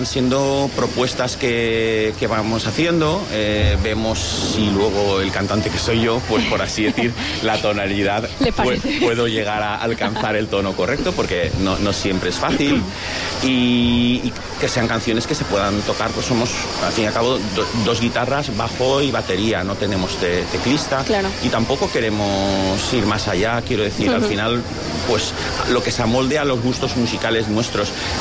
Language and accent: Spanish; Xàtiva, Valencian Community, Spain; yo soy el que soy de Xàtiva